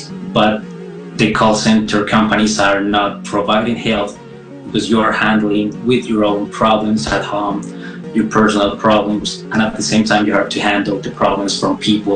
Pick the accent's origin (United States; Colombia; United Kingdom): Colombia; Bogota, Bogotá; English is a second language; I'm 29 years old. I live and I am from Bogota, Colombia